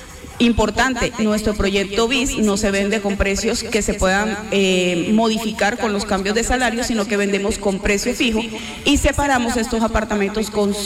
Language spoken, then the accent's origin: Spanish; Barranquilla, Atlántico, Colombia; Soy de Barranquilla.